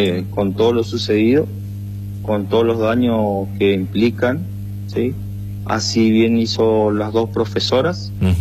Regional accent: Eldorado, Misiones, Argentina; nacimos acá en El Dorado, nos criamos acá y somos de buena cepa.

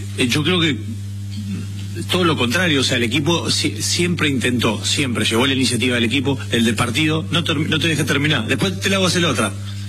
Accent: Argentina; Yo lo que digo, primero, nosotros somos Argentina. ¿Qué significa ser Argentina?

